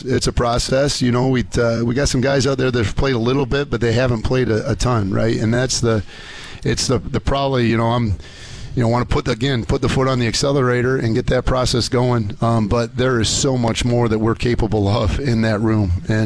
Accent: Michigan, United States; I'm from Genesee County. He's from Genesee County. He went to Montrose High School. I went to Burton Atherton High School

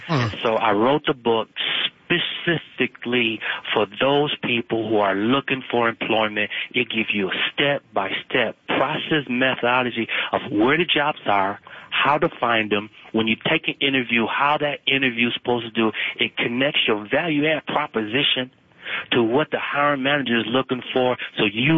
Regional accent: Michigan, United States; I'm from Michigan. I got a college baseball scholarship from the University of Nebraska.

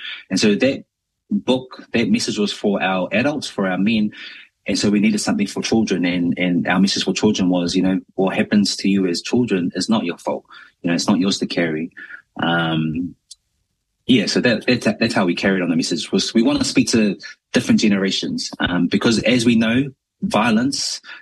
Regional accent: Christchurch, Canterbury, New Zealand; also born or lived in Auckland, New Zealand; I am New Zealand-born Samoan. I was born in Tamaki Makaurau, Okilangi, Auckland, South Auckland, Mangere, to be exact, but raised down in the mighty home of the Crusaders, Christchurch, Ōtautahi. My parents come from Samoa

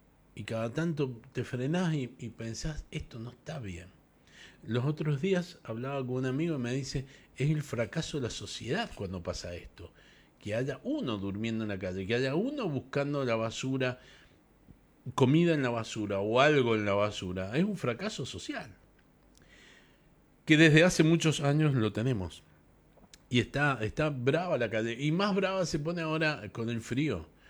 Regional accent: Mendoza, Argentina; Desde hace tiempo, veo, como cualquier mendocino, la cantidad de gente que duerme en la calle, loco.

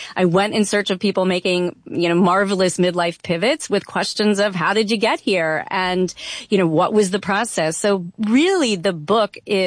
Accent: Louisville, Kentucky, United States; I grew up in Kentucky.

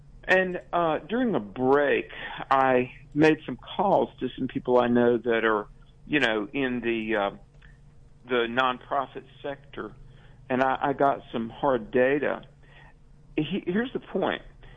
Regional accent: North Carolina, United States; my home state of North Carolina

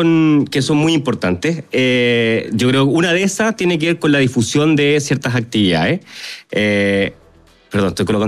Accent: Chile; la gran mayoría somos chilenos con preocupaciones, yo diría, muy locales

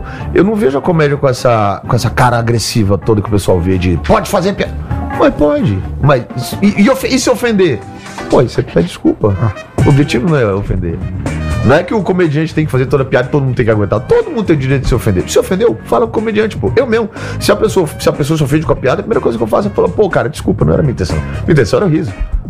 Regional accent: Brazil; Eu sou humorista brasileiro, é isso que eu

